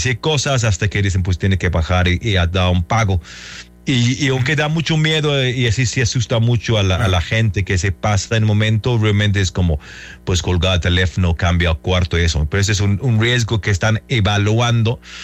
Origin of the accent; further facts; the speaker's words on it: England, United Kingdom; Yo, como soy de Inglaterra